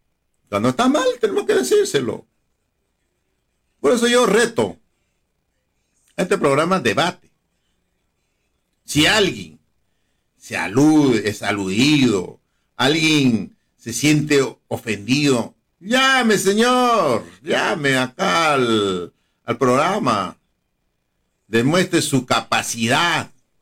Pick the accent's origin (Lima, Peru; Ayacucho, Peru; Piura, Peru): Ayacucho, Peru; Yo soy parinacochano, soy peruano